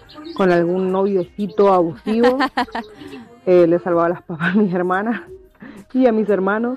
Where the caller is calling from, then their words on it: Godoy Cruz, Mendoza, Argentina; de Godoy Cruz